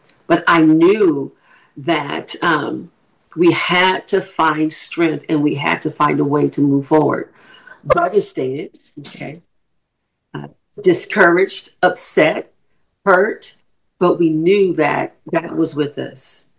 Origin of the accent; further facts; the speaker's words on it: California, United States; moved away as an adult; now in Ohio, United States; I grew up in California. I don't know Ohio the way he knew Ohio.